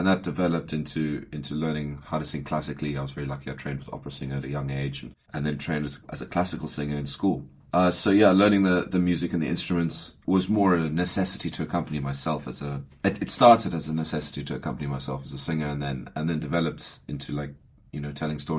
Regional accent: Zimbabwe; moved away; also born or lived in Montana; my experience kind of growing up in Zimbabwe and then working out in Montana

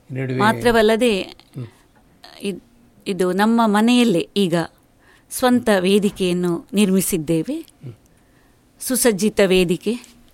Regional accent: Kasaragod, Kerala, India; Nellikatte, ಚೂರಿಪಳದ.

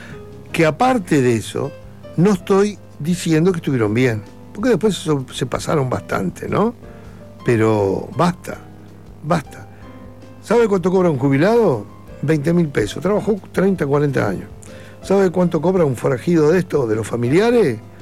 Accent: Uruguay; also born or lived in Argentina; soy un ciudadano uruguayo también. Y tengo 80 años.

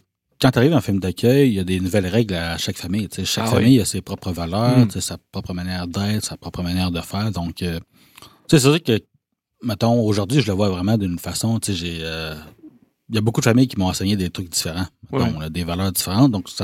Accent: Val-d'Or, Quebec, Canada; T'sais, moi, je viens de Val-d'Or. Fait que j'ai principalement grandi à Val-d'Or.

